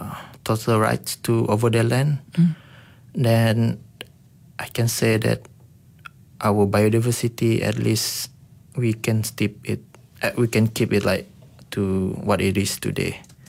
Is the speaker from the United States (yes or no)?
no; Dalat, Sarawak, Malaysia; I'm from Dalat